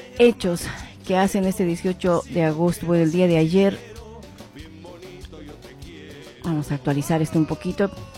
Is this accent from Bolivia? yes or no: yes; Bolivia; nosotros como bolivianos